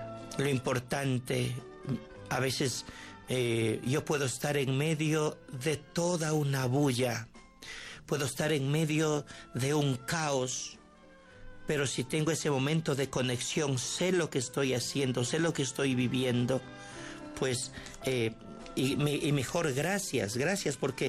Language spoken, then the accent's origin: Spanish; Ambato, Tungurahua, Ecuador; born there; Gracias a quienes nos escriben desde Ambato, desde mi tierrita linda.